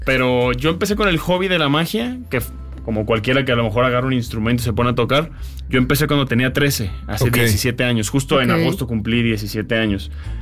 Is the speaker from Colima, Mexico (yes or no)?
yes; Colima, Mexico; yo empecé a salir a hacer shows en Tijuana, que aquí en la Ciudad de México, porque yo soy de Colima.